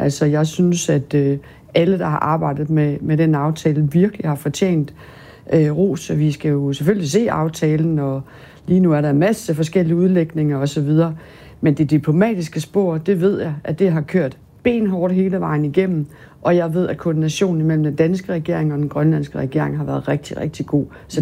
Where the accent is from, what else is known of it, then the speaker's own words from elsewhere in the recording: Jutland, Denmark; Jeg er jyde, men ikke så meget jyde, er nødt til at sige.